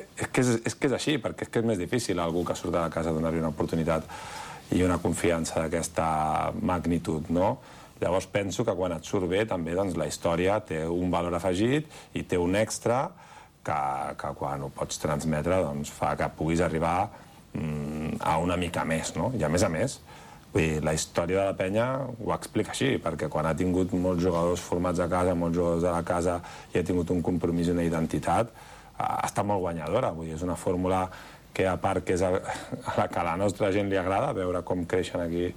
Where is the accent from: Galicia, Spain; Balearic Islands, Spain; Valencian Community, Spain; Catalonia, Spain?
Catalonia, Spain; Badalona; sóc de Badalona i he fet aquí un procés i un camí que n'estic molt orgullós